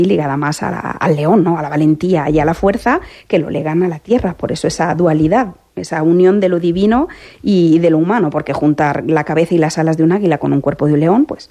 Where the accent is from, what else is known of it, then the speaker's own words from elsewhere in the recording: Castilla-La Mancha, Spain; also born or lived in Italy; que es lo que me une, ¿no?, a Castilla-La Mancha y a mi tierra, y a la tierra donde he estado los últimos 20 años, ¿no?, en Italia.